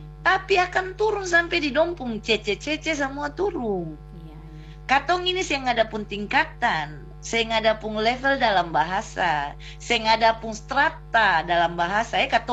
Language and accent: Indonesian; Halong, Maluku, Indonesia; born or raised there